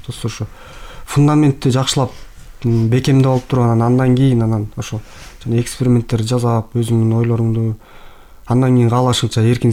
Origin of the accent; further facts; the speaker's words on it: Bakamai, Issyk-Kul Region, Kyrgyzstan; өзүм ошо Ысык Көлдөн болом, ошо көлдө Бакамай айылында ошол жерде мектепте окуп